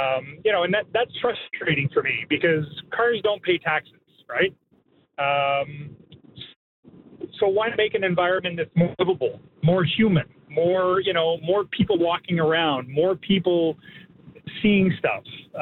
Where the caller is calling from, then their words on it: Quebec, Canada; Well, I'm calling from the Eastern Townships.